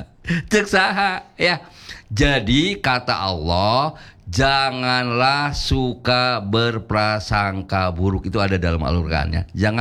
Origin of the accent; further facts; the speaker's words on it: Subang, West Java, Indonesia; also born or lived in Bandung; Dulu saya waktu SMP sekolah di Subang, Pak Kasmo, di Kecamatan Jalan Cagak, di SMP Jalan Cagak. Karena orang tua saya pada saat itu bekerja di perkebunan Ciater. Jadi perkebunan Ciater, sekolah SD-nya di Ciater di Subang, SMP-nya di Jalan Cagak Subang.